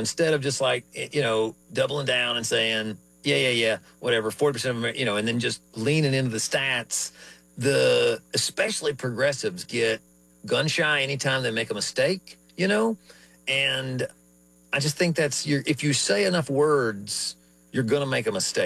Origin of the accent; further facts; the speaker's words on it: Tennessee, United States; like growing up in East Tennessee, it's like you see the evidence of what the government can do when it builds and owns things.